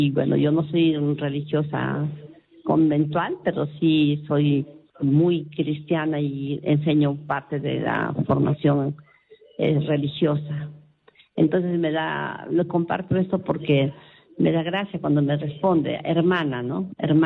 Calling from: Trujillo, La Libertad, Peru; De Trujillo.

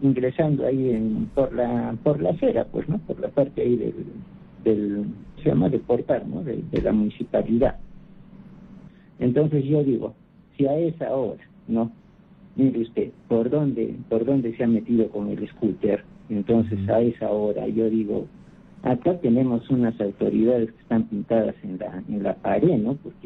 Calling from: Arequipa, Peru; De Arequipa.

